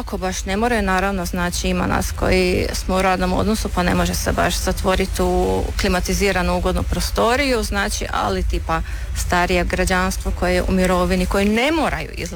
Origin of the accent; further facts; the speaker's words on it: Krapina-Zagorje County, Croatia; ja sam inače Zagorka, pa je prehrana više manje slična